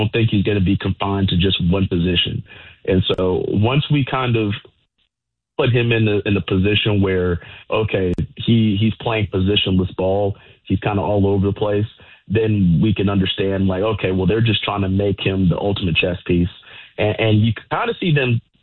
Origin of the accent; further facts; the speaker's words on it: Alabama, United States; moved away; And obviously I'm from Alabama. I can take a little bit of heat. I like warm weather.